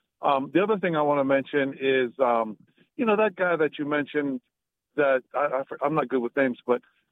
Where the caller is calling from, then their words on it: Virginia, United States; I'm from Virginia.